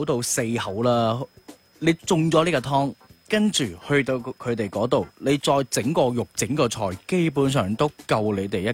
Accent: Guangdong, China

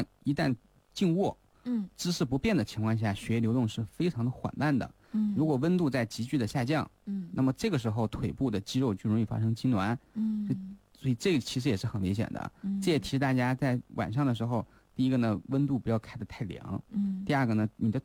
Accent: China; 我们中国人

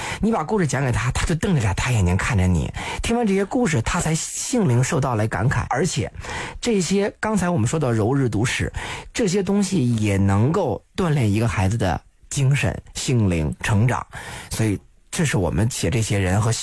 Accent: Beijing, China; accent: Beijing dialect

